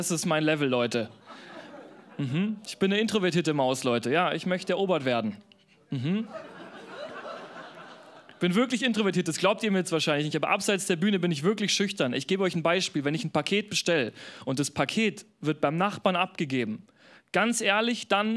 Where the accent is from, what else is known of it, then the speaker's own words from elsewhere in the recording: Bavaria, Germany; accent: Bavarian; Ihr habt gerade richtig Angst, dass ich bayerisch rede, ne? Alles gut, Mann. Ich habe den Dialekt dagelassen.